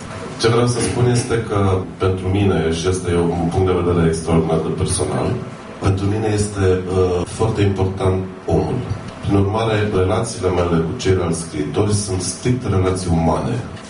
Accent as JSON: {"language": "Romanian", "region": "Maramureș County", "country": "Romania", "said": "mergea 2 săptămâni pe Valea Vaserului, de unde sunt eu, din Vișel de..."}